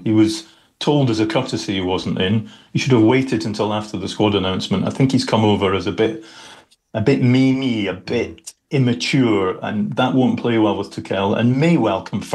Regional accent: Scotland, United Kingdom; speaking as a Scot

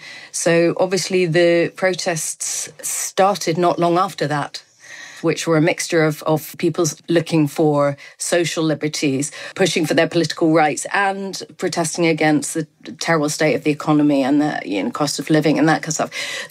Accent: United Kingdom; I suppose I'm not, being British

